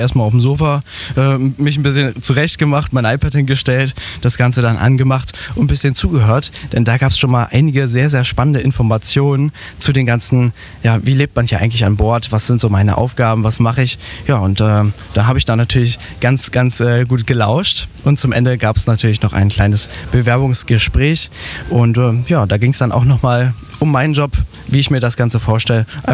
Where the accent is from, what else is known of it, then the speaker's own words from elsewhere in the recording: Rostock, Mecklenburg-Vorpommern, Germany; born there; Ich komme aus Rostock.